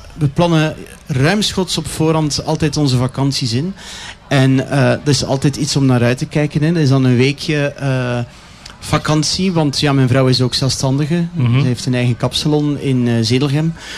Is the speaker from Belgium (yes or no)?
yes; Flanders, Belgium; accent: West Flemish; Ik ben een echte West-Vlaming en ik kan nog altijd West-Vlaams klappen.